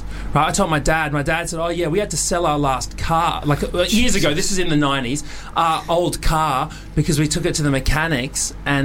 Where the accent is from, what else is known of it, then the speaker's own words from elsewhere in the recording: Australia; Yeah, I'm Aussie.